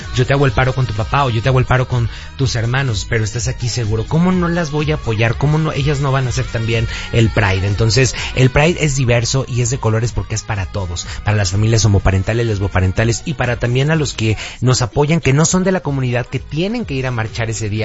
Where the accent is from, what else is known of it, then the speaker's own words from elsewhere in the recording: Mexico; Somos mexicanos